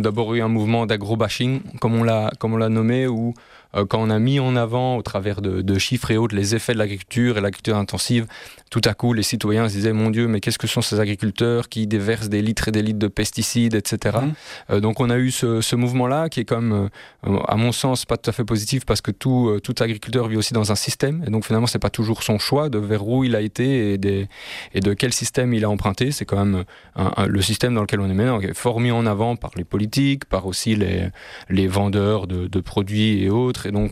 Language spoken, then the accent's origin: French; Brussels, Brussels-Capital Region, Belgium; moi je suis issu de Bruxelles